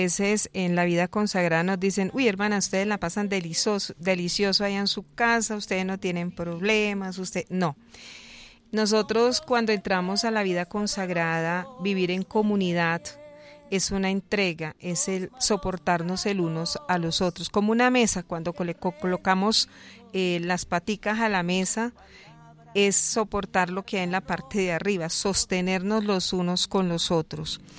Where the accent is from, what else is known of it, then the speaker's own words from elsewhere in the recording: Tolima, Colombia; moved away; Yo, por ejemplo, soy tolimense.